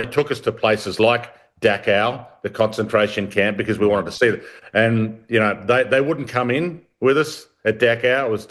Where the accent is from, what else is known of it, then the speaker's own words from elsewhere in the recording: Australia; there were little things like that as an Australian kid growing up that I had to get a little bit of an understanding that it was still tough.